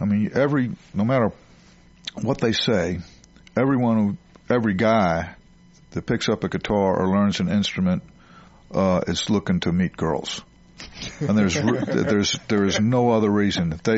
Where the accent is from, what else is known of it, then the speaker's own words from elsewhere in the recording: Rhode Island, United States; born there; moved away as an adult; also born or lived in North Carolina; I was born in Rhode Island, you know, baby boomer and all that stuff. And my dad was from New England, and my mom was from North Carolina, so we had this connection with North Carolina.